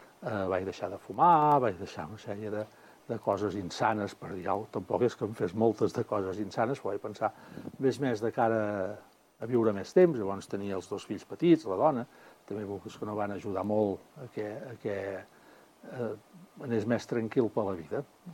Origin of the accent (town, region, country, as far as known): Manresa, Catalonia, Spain; born there